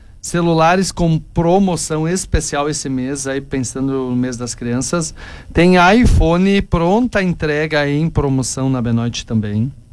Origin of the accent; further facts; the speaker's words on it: Palmitos, Santa Catarina, Brazil; born there; now in Salvador do Sul, Brazil; Eu sou nascido em Palmito, Santa Catarina. Eu sou catarinense, mas de coração eu sou gaúcho, sou salvadorense.